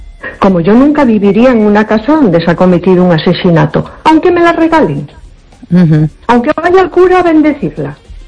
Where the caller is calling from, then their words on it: Córdoba, Andalusia, Spain; No, buenas noches. … de Córdoba.